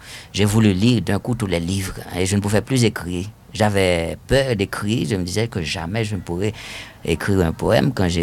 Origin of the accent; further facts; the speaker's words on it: Haiti; Et en Haïti, oui, mais tant bien que mal, dans la mesure où on trouvait des livres, parce que dans ma ville natale, par exemple, il n'y avait pas de bibliothèque.